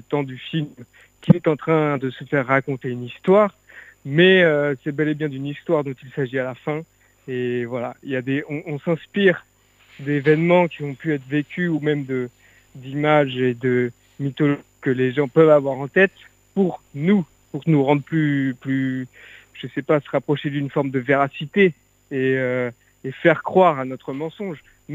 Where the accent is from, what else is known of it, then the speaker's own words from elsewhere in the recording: Centre-Val de Loire, France; mais je suis Tourangeau, donc je viens de Touraine, exactement.